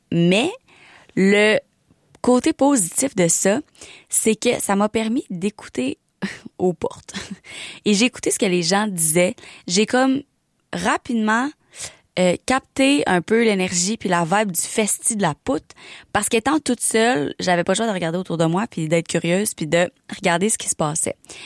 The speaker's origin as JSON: {"language": "French", "town": "Trois-Rivières", "region": "Quebec", "country": "Canada", "said": "moi, je viens de Trois-Rivières, mais je me tiens rarement à Drummond."}